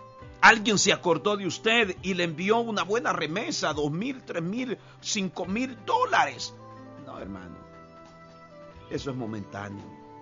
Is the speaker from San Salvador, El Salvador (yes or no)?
no; Chalchuapa, Santa Ana, El Salvador; mi lugar de donde yo vengo, hay lugares donde las personas ahora, hermanos, Charchuapa